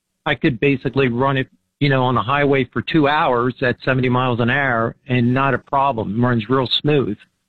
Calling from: Florida, United States

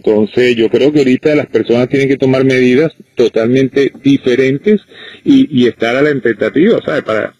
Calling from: Sweetwater, Florida, United States; Bueno, yo estoy para la parte de Sweetwater, ¿verdad? Un poquito más arriba de Flagler.

